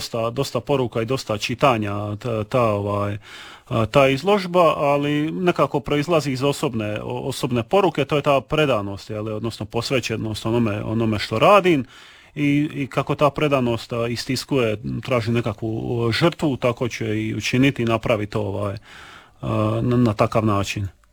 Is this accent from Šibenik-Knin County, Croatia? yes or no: yes; Knin, Šibenik-Knin County, Croatia; also born or lived in Sinj / Split; Ja sam inače se smatram nekakvim kninskim ambasadorom, obzirom da sam odrastao u Kninu, pa se može reći da sam i kninski žitelj, ali čak mi i osobno još prijavljena tu. Tako da sam ja jedan umjetnik, kninjanin, ali i spličanin